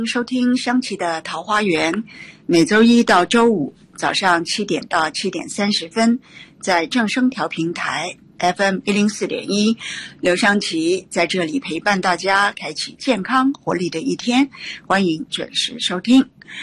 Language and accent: Chinese; Taiwan; 我们在台湾，我们台湾人很糟糕的从小很多人就四眼田鸡